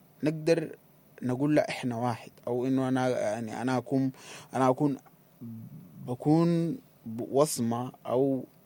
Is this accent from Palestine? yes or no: no; Sudan; moved away; احنا كشعب سوداني ومجتمع